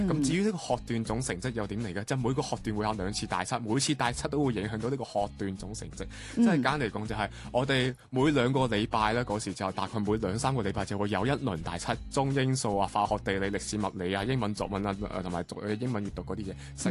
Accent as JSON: {"language": "Cantonese", "country": "Macau", "said": "我哋澳门人咧去内地高校咧"}